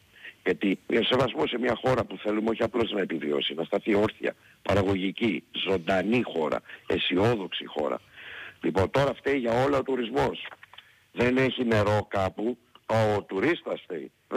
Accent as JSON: {"language": "Greek", "country": "Greece", "said": "γιατί ως Έλληνες είμαστε, έχουμε μεγάλη αγάπη στο διχασμό."}